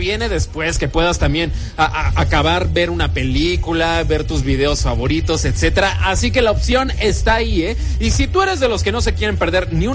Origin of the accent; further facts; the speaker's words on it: Mexico; somos mexicanos, nos gusta festejar y además sabemos que en la noche vamos a andar celebrando